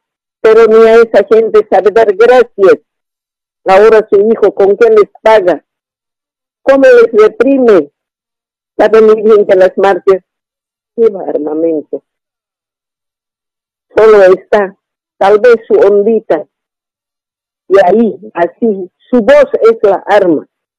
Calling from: Potosí, Bolivia; Yo soy potosina

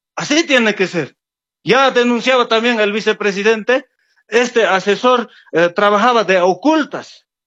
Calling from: Potosí, Bolivia; desde el sudoeste potosino.

